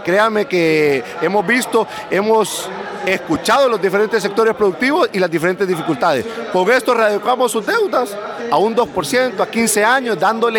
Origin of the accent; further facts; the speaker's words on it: Choluteca, Honduras; En mi pueblo, Choluteca